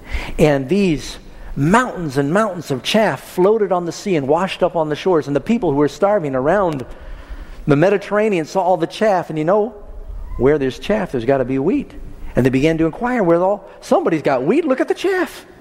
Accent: New York City, New York, United States; I remember I grew up in New York City, and the first time I read chaff in the Bible, I had no idea what that was.

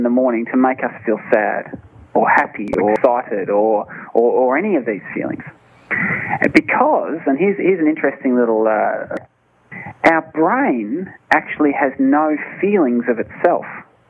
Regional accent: Australia; Now, I, being an Australian, we have a habit of, it excuses many ills, that one line, being an Australian.

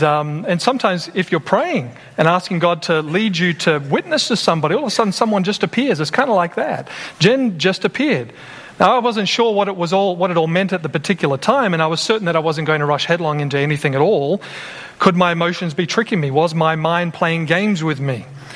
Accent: Australia; now in United States; And I'm a guy from Australia. I'm here in America, and I'm thinking, well, maybe this is just a cultural thing.

